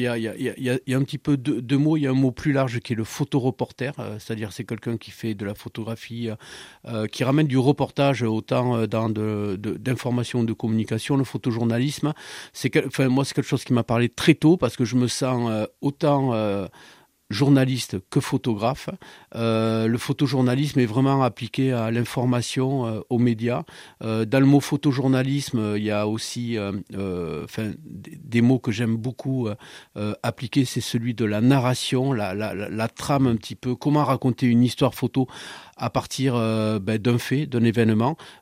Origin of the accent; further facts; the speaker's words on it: Occitanie, France; moved away as an adult; also born or lived in Paris; je suis carcassonnais, j'ai grandi à Côte-Minervois, je suis vraiment quelqu'un de l'Aude. J'ai quitté Paris vers la vingtaine, je me suis formé énormément sur Paris